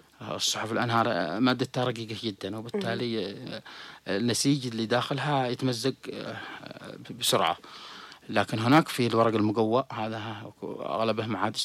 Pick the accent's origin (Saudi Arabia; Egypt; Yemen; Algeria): Yemen; هو أكيد عندنا في اليمن كل شيء يروح للحرق